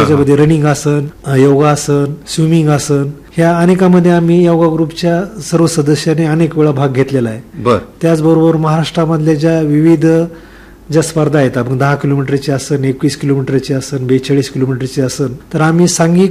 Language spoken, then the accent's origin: Marathi; Maharashtra, India; माझं मूळ गाव पिठी आहे